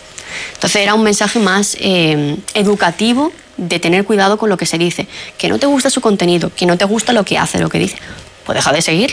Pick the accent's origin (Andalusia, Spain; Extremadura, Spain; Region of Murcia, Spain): Andalusia, Spain